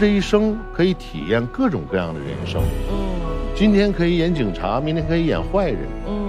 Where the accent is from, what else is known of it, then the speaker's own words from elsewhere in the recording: Changchun, Jilin, China; 因为我们小时候我们家对面是长春话剧院，我从小就接触这些舞台这东西。